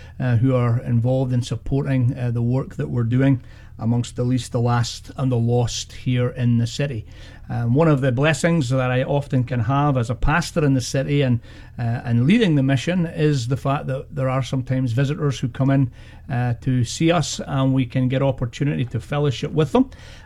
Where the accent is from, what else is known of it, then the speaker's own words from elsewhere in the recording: Scotland, United Kingdom; I grew up with in Scotland, a bit further north.